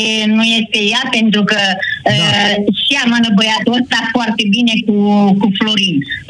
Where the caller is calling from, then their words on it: Italy; vă sunt din Italia.